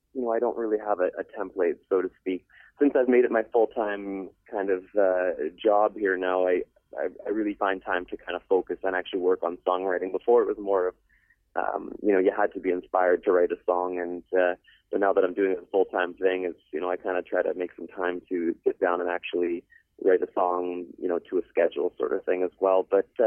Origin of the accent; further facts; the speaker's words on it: Winnipeg, Manitoba, Canada; I grew up in the Red River Valley here in Winnipeg